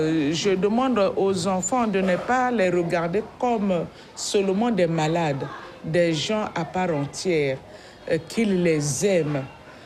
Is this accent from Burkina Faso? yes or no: no; Republic of the Congo; Je suis religieuse, je suis congolaise, j'habite au Congo-Brazzaville, à Brazzaville, en Pila.